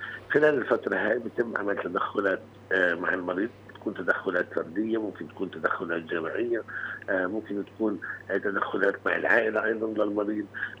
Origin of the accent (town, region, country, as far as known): Palestine